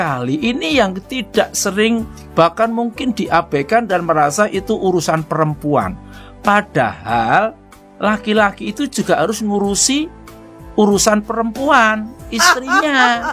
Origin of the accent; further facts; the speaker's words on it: Java, Indonesia; Saya ini orang Jawa, dulu sama ibu saya diajarin lulur.